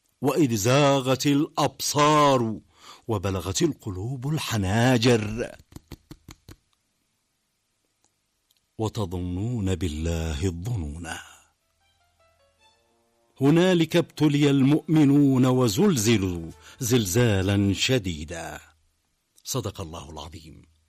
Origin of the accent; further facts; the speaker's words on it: Yemen; نحن كشعب يمني